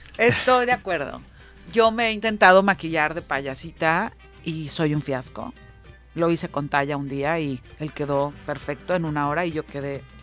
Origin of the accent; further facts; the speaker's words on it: Mexico; yo, como mexicana, cuando veo una película de … o de María Félix o de Pardavé, a mí me da algo.